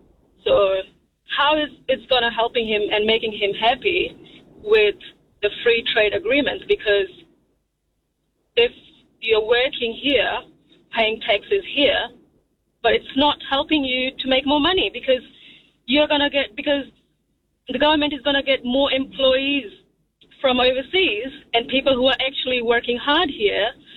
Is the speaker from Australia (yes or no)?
no; India; I mean, to be honest, I'm Indian and I don't see the point.